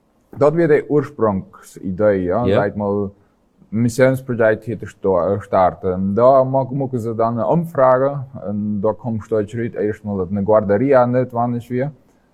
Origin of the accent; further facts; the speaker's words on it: Filadelfia, Boquerón, Paraguay; also born or lived in Asunción; ich bin ein Assenzianer Bauer, aber die letzten Teile einfach hier in Philadelphia abgewachsen und ja, meine Kindheit und Jugend hier verlebt.